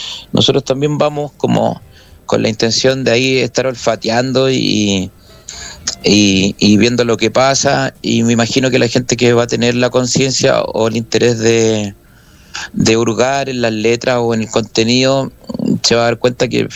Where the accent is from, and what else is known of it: Chile